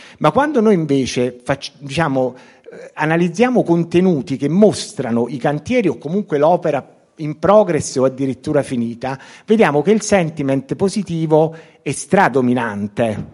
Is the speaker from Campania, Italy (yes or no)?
yes; Naples, Campania, Italy; non lo dico in quanto napoletano, ma è vero.